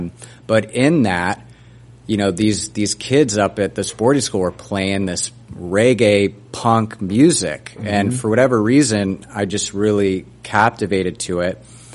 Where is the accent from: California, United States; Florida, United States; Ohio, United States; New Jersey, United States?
Florida, United States; Orlando; Grew up in Orlando, Florida